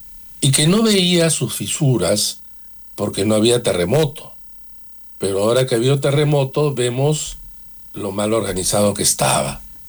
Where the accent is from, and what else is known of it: Peru